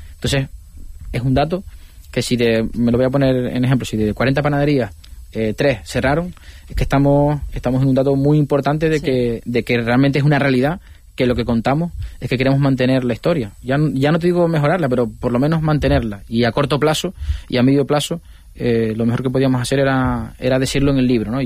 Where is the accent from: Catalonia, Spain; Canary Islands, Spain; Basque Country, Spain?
Canary Islands, Spain; La Palma; somos de La Palma